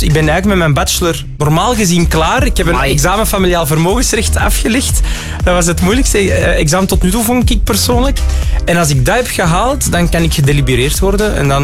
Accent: Antwerp, Flanders, Belgium; Ik kom uit Borgerhout, hè.

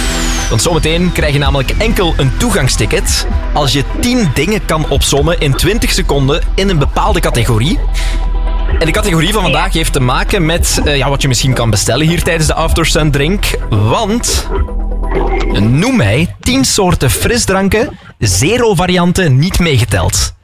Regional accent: Flanders, Belgium; Ja, dus ik ben West-Vlaming

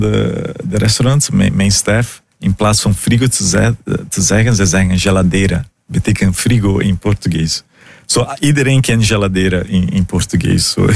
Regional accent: Brazil; now in Netherlands; Ik ben ook uit Brazilië en in Brazilië moeders zijn heilig.

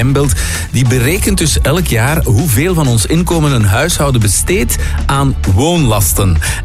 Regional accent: Flanders, Belgium; Ja, maar Bjorn, wij zijn Vlamingen, hè? We hebben een baksteen in de maag

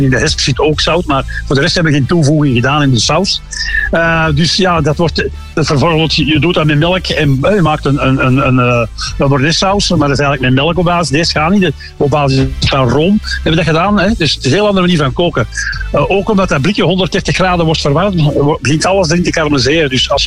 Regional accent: Belgium; Dus wij als Belgen eten dat dus heel graag.

